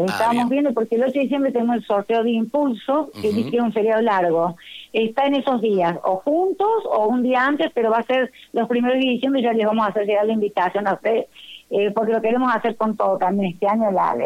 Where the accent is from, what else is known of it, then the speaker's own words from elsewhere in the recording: Almafuerte, Córdoba, Argentina; Somos el portal de Calamuchita